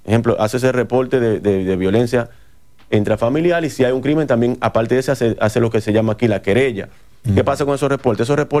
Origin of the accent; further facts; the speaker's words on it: Dominican Republic; yo soy, sí, dominicano